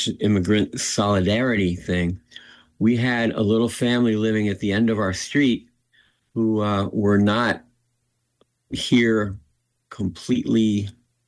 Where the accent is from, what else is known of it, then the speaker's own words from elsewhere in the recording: New York City, New York, United States; I grew up in Manhattan, in what is now called Washington Heights, but right on the border of Washington Heights and Harlem.